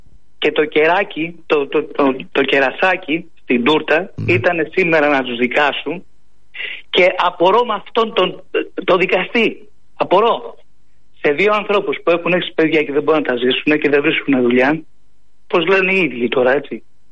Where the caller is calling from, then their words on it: Greece; ντρέπουμε πιο πολύ που είμαι Έλληνας.